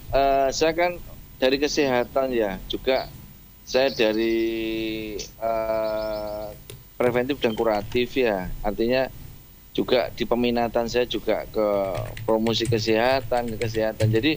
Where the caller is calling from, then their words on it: Nganjuk, East Java, Indonesia; saya juga sebagai warga Nganjuk yang cinta Nganjuk, dan kita juga membayar pajak